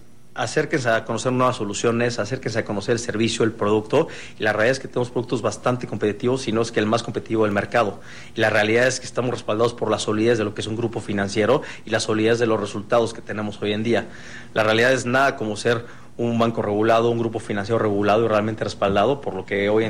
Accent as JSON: {"language": "Spanish", "country": "Mexico", "said": "cómo es nuestra cultura como mexicanos"}